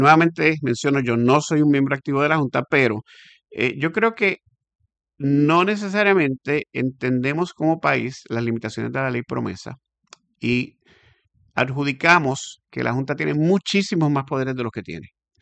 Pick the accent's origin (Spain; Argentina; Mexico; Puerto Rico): Puerto Rico; Yo como puertorriqueño siempre dije que yo no estoy necesariamente de acuerdo que venga un ente extraño y de afuera a gobernar por encima de nuestro país.